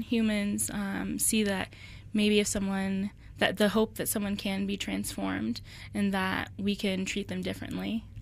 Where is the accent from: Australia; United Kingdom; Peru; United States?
United States; Colorado Springs, Colorado; also born or lived in Park Hill / Castle Rock; now in Denver, United States; I was born in Park Hill, and then at 2 years old, my family moved to Colorado Springs, and then I was there until I was 12, and then we went to Castle Rock.